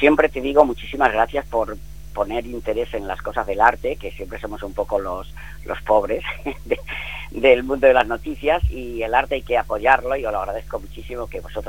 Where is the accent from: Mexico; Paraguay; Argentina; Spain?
Spain; San Esteban